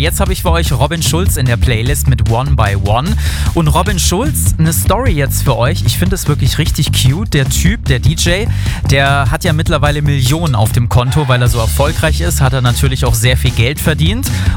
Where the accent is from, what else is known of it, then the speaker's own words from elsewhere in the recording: Korb, Baden-Württemberg, Germany; Mein Heimatdorf, ich komme vom Dorf, heißt Korb